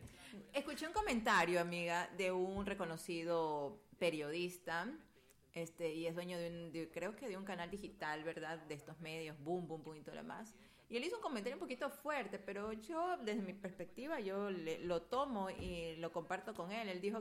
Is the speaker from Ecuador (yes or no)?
yes; Ecuador; nosotros somos ecuatorianos y estamos contentas. Mira mi bandera